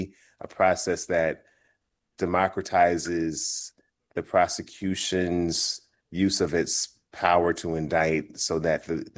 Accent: Silver Spring, Maryland, United States; also born or lived in Washington, D.C.; Yeah, I grew up in Silver Spring, Maryland, mostly. So I went to John F. Kennedy High School there, I graduated from Sherwood High School.

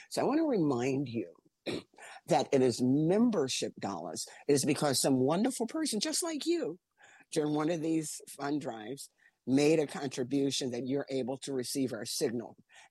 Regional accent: New York, United States; I'm from New York. There's a huge Haitian community in New York.

